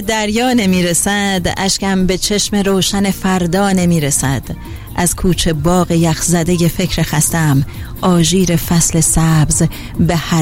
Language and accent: Persian; Iran; moved away; وقتی ما توی خارج از ایران هستیم